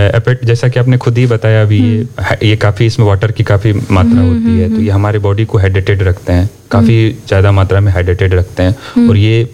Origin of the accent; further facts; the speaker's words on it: Bihar, India; जैसे हमारे यहाँ बिहार में अगर हम लोग बात करें तो किशनगंज का एक जिला है अपना, हमारा किशनगंज जिला है